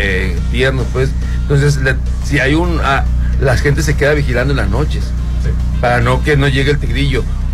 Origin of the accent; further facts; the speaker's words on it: Concordia, Sinaloa, Mexico; yo soy de la Concordia del municipio